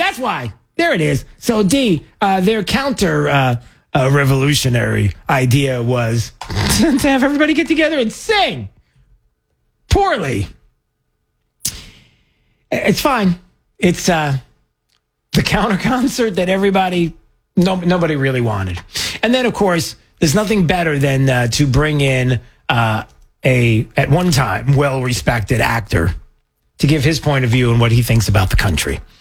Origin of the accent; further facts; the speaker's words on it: United States; I still love being an American. I wouldn't want to be anybody else. I want to be an American.